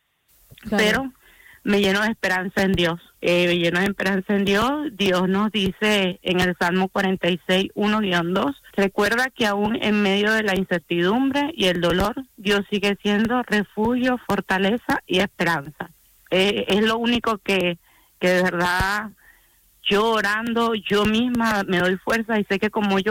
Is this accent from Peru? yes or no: no; Venezuela; Yo creo que somos venezolanos, estemos donde estemos.